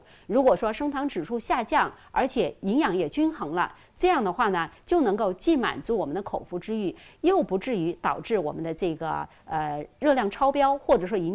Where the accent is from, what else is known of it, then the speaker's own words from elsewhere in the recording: Changsha, Hunan, China; 那么其实呢，粉既然是我们长沙人的最爱，对不对？